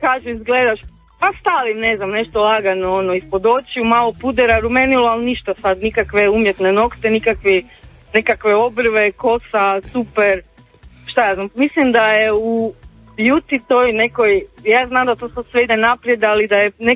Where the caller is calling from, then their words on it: Mali Lošinj, Primorje-Gorski Kotar County, Croatia; mi smo inače iz Malog Lošinja i idemo u Split na par dana